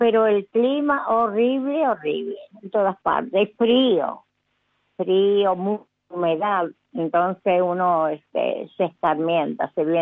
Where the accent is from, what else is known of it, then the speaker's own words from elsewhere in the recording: Villa Mercedes, San Luis, Argentina; Sí, Mercedes San Luis.